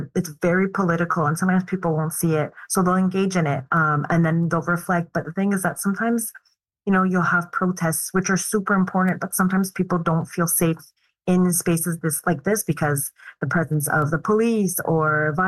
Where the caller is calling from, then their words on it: Montreal, Quebec, Canada; I'm speaking from Montreal.